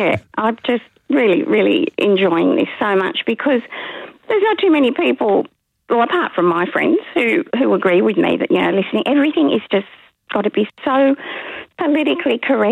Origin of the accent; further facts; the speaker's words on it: Sutherland Shire, New South Wales, Australia; all had to be shaved off and so I came from the Shire.